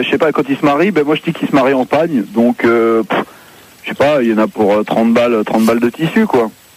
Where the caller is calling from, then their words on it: Lyon, Auvergne-Rhône-Alpes, France; j'appelle de Lyon